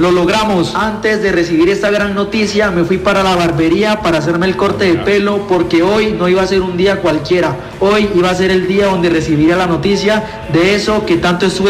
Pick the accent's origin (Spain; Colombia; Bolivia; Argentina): Colombia; Guainía; Soy del Amazonas, orgullosamente atabapeño